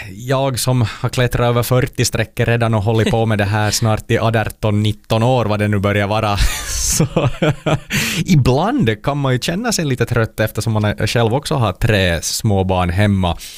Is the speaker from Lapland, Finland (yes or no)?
no; Ostrobothnia, Finland; jag är som österbottning.